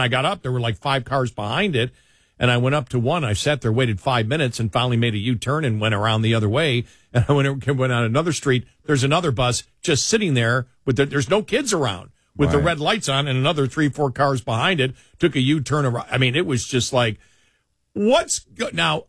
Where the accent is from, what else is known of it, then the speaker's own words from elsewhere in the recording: New York, United States; now in Texas, United States; I come from New York, Western New York. And in Western New York, school begins after Labor Day.